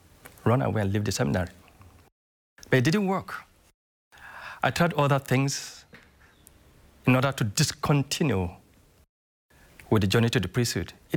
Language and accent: English; Kaduna State, Nigeria; I schooled there, and also it's in my state